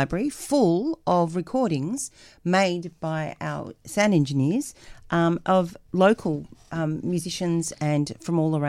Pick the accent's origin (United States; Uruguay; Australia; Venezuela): Australia; Albury, New South Wales; I grew up in Albury, Wodonga.